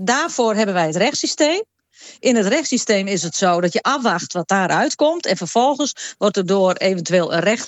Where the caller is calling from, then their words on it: Netherlands; Wanneer staan wij als Nederlanders nu eens op?